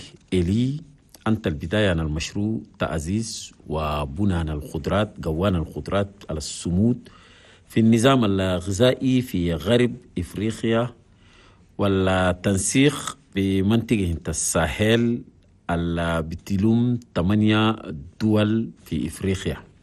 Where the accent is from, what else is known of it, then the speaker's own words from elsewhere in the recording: Chad; في بلدنا تشاد